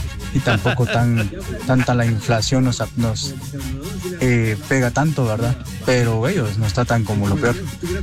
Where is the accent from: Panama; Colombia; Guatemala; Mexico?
Guatemala; Realmente no sé por qué tanta gente en Guatemala le va a Argentina, si supieran la manera con la que se expresan los argentinos sobre los guatemaltecos. Solo falta que decirles que somos una basura.